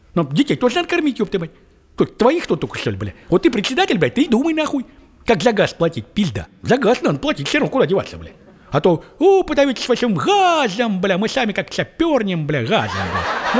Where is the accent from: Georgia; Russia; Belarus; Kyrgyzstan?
Belarus; Мы же белорусы, мы родные, блядь, свои, сука, блядь.